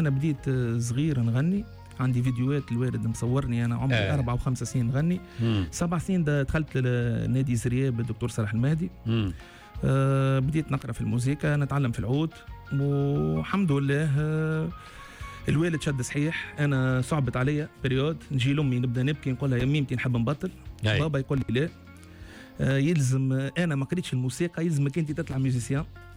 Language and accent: Arabic; Tunis, Tunis Governorate, Tunisia; انا مولود في الحفصيه وقاري في نهج الباشا، قاري في حكيم كسار حفصيه.